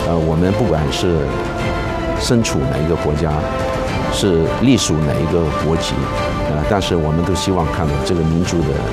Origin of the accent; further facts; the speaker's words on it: Malaysia; 像我不是从这个海南走出去的，我是当地土生土长的。